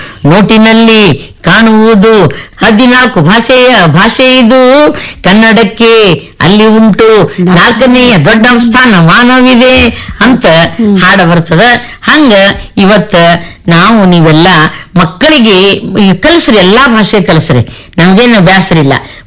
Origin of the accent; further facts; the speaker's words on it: Sindagi, Karnataka, India; ನಮ್ಮ ಸಿಂದಗಿ, ನಮ್ಮ ವಿಜಯಪುರ ಜಿಲ್ಲೆ ಸಿಂದಗಿಯವ್ರು ನಾವು.